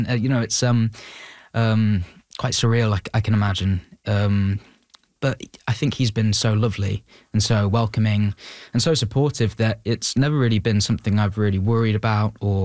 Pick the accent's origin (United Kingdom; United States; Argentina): United Kingdom; Beverley, Yorkshire and the Humber; My hometown, Beverly, we're kind of in between Beverly, Pocklington, York, in Yorkshire.